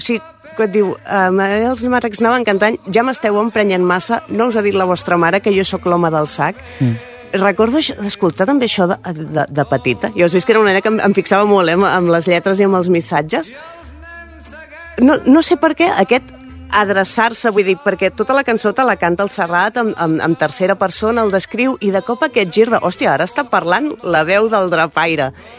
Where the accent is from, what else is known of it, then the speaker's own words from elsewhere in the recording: Mataró, Catalonia, Spain; Jo soc de Rocafonda també, com en Lamine Yamal, i jo recordo...